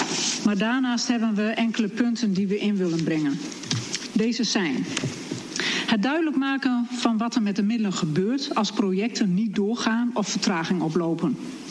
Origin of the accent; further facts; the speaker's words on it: Drenthe, Netherlands; Als Drenten